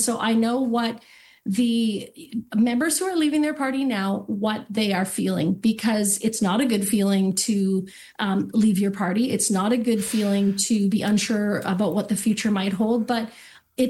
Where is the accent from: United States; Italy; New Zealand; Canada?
Canada; British Columbia; as British Columbians